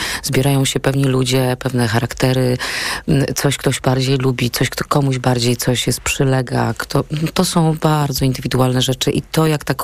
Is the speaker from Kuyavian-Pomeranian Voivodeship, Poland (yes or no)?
no; Rzeszów, Subcarpathian Voivodeship, Poland; Przyjechałam no nie byłam z metropolii, jestem z Rzeszowa. Chodziłam do Teatru imienia Siemaszkowej